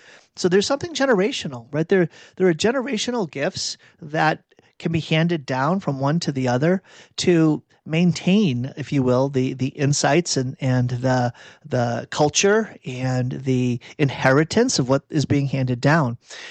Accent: Burlington, Massachusetts, United States; Let me go back to my growing up in Burlington, Massachusetts stories and connect that to your life of faith and mine as well.

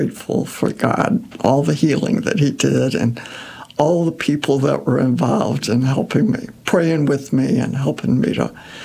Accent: Arkansas, United States; moved away as an adult; also born or lived in Springfield, Illinois; now in St. Louis area, United States; it was 200 miles from my hometown down in Arkansas, so I could pop home for a weekend if I wanted to.

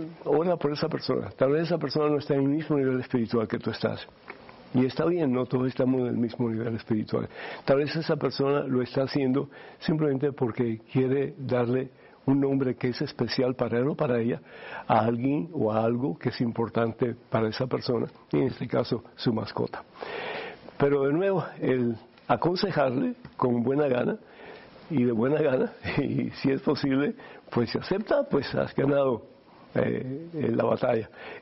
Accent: Cuba; Yo soy de Cuba originalmente.

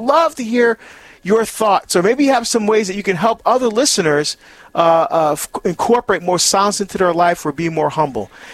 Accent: New Jersey, United States; I remember, I grew up in New Jersey, so obviously there were the big New York radio station at the time.

